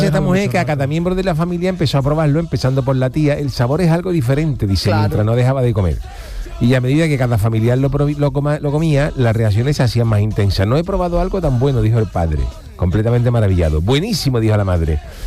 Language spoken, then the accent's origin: Spanish; Spain; Soy español y no me gusta el melón con jamón.